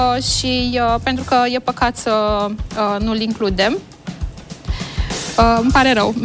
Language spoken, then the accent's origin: Romanian; Bacău, Bacău County, Romania; eu sunt din Bacău?